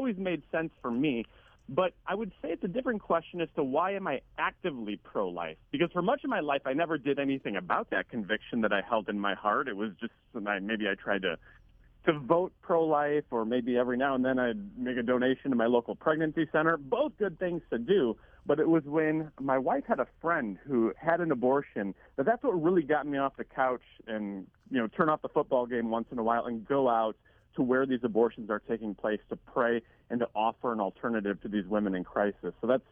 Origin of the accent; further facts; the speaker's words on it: Madison, Wisconsin, United States; here in Madison, Wisconsin, where I live